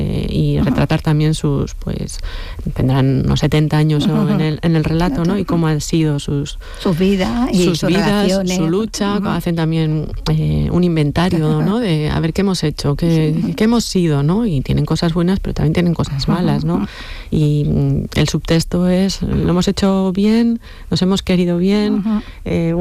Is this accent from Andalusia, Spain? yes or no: no; Errenteria, Basque Country, Spain; Yo soy de Rentería y allí tuvo, bueno, pues hicieron uh-huh. grandísimas cosas, ¿no?